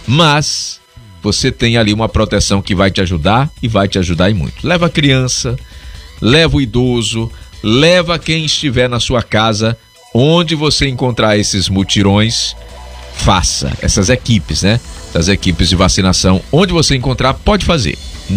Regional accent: Brazil; Nós que somos brasileiros

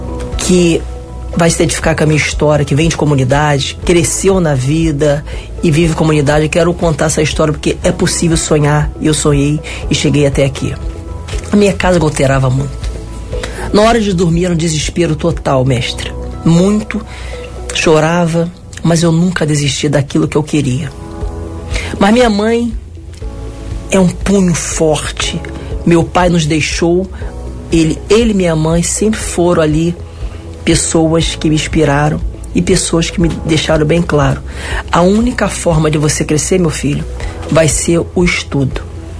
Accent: Niterói, Rio de Janeiro, Brazil; eu sou um cara de oriundo de comunidade, nasci em Niterói, Santa Rosa, na comunidade do Viradouro

